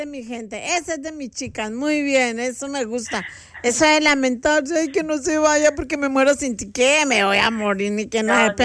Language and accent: Spanish; Colombia; now in Ecuador; Aunque los colombianos a mí me quieren mucho, pero hoy me siento más ecuatoriana tal vez. Y no estoy traicionando a mi patria